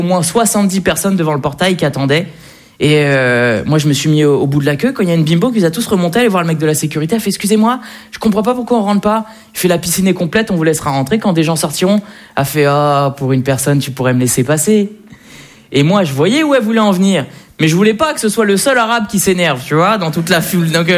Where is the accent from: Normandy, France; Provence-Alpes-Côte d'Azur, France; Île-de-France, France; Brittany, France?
Normandy, France; Le Havre; je fais du stand-up depuis un moment. Moi, je suis originaire du Havre.